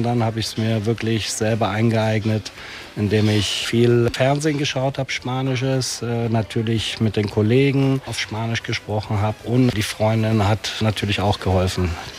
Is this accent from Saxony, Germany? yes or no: yes; Bautzen, Saxony, Germany; moved away as an adult; Ich komme aus der Nähe von Dresden, aus Bautzen. Habe dann die Chance gehabt mit dem Mauerfall, in München Hotelfachschule gemacht